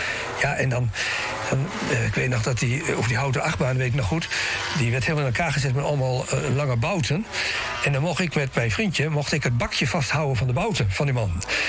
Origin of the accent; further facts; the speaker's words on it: Assen, Drenthe, Netherlands; born there; mensen die in Assen bekend zijn, ik ben geboren in de Paul Krugerstraat.